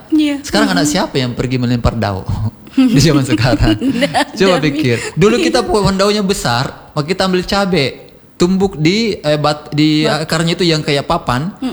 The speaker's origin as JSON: {"language": "Indonesian", "region": "South Sulawesi", "country": "Indonesia", "said": "Itu hal-hal yang substansi dan ayo kita lakukan itu menjadi ciri kolektif sebagai orang Bugis Makassar."}